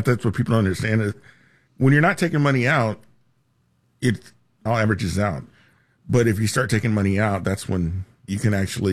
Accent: Houston, Texas, United States; Because I grew up in Southeast Houston, so you know, we're right there near about 40 minutes from the Gulf of Mexico.

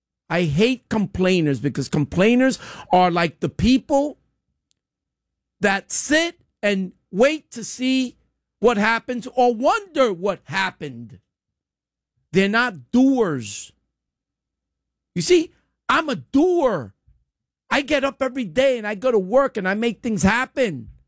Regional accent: United States; we have as American citizens and as Americans

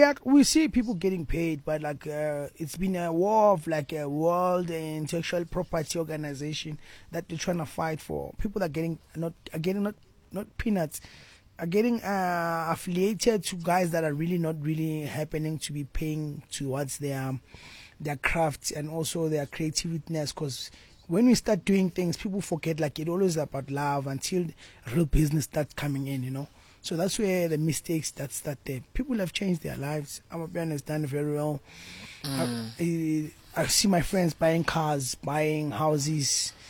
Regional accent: Tembisa, Gauteng, South Africa; No, I'm from Tembisa, born and bred 1632, Eguruleni.

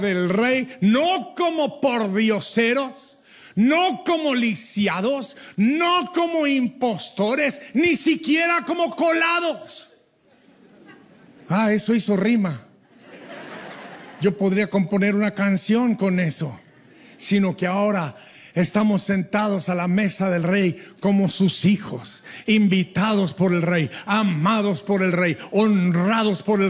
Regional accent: Durango, Mexico; porque como soy de Durango, México, lo primero que pienso es pan dulce con chocolate, abuelita.

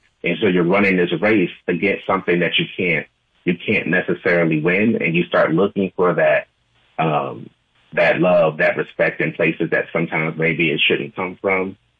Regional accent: Newark, New Jersey, United States; We grew up in Newark, New Jersey, and he was beloved, and he was a guy's guy.

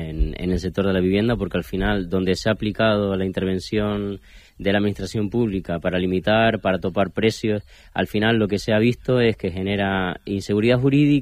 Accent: Canary Islands, Spain

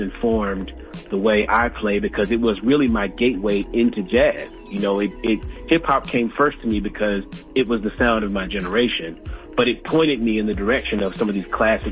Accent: Chesapeake, Virginia, United States; Born and raised in Chesapeake.

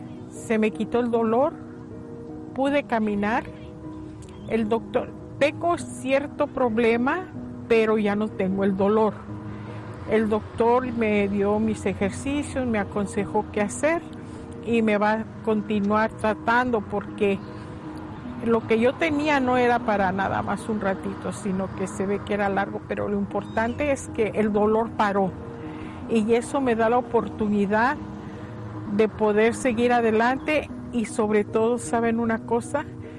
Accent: Mexico City, Mexico; moved away; Yo soy de la Ciudad de México. Llegué aquí, me casé, tuve unos maravillosos hijos, un maravilloso esposo.

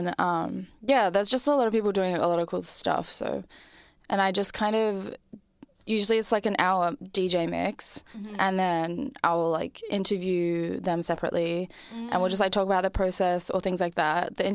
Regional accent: Western Australia, Australia; moved away as an adult; also born or lived in Perth, Australia; now in Melbourne, Australia; growing up in Australia, in WA especially, like in the Pilbara

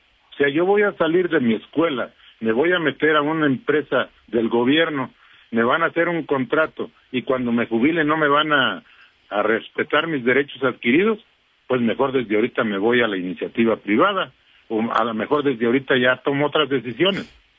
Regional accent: Mexico; como mexicanos, como afectados en este caso

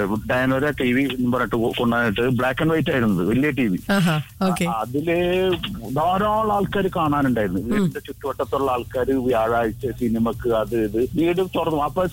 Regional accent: Kodungallur, Kerala, India; അപ്പൊ ഞങ്ങളുടെ ഏരിയ കൊടുങ്ങല്ലൂർ അഴീക്കോട് ഒരു കപ്പൽ ബസാർ എന്നുള്ള ഒരു ഏരിയ വരെ ഉണ്ട്.

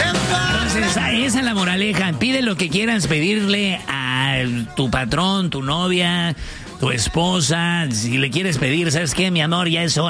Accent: Ciudad Obregón, Sonora, Mexico; Yo soy de Sonora, de Obregón, Sonora, para los que no saben.

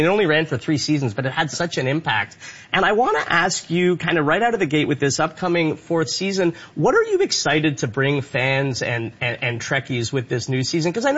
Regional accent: Canada; So I love that as a Canadian that you're filming.

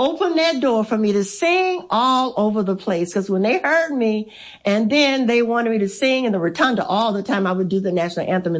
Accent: Louisiana, United States; moved away; also born or lived in Texas; I was raised in Louisiana

